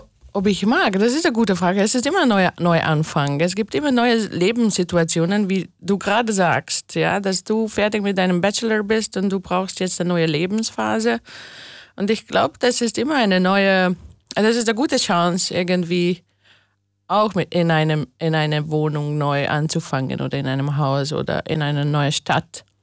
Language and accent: German; Hungary; now in Austria; du als Deutsche und ich als Ungarin